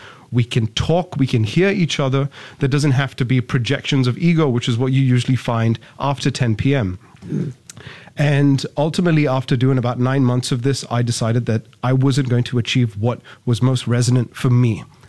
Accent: Singapore; I'm born and raised in Singapore.

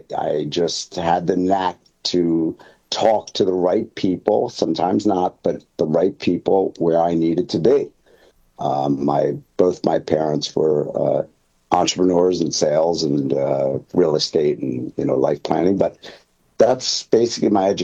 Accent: Philadelphia, Pennsylvania, United States; I'm from Philadelphia. That's where I'm originally from.

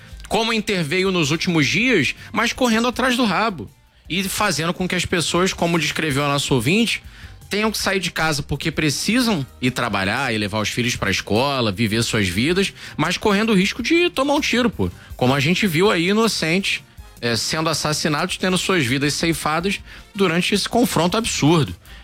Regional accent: Rio de Janeiro, Brazil; Eu cubro segurança pública aqui no Rio de Janeiro há mais de 10 anos e enquanto cidadão fluminense, nascido e criado na Zona Norte

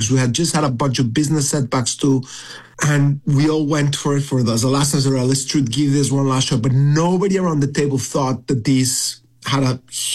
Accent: Mexico; I grew up in Mexico. My father grew up in Lithuania

